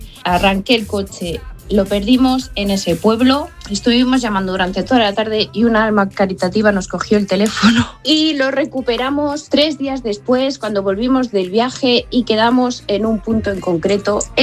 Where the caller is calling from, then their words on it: Barcelona, Catalonia, Spain; En Bellcaire d'Urgell, en un pueblecito de Lleida. Nosotros somos de Barcelona